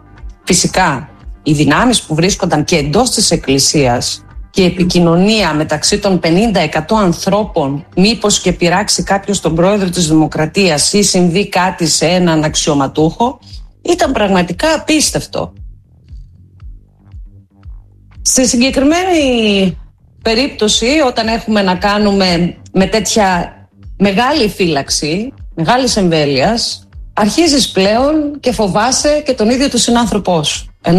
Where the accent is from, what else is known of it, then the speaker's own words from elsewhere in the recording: Greece; σαν μια Ελληνίδα μάνα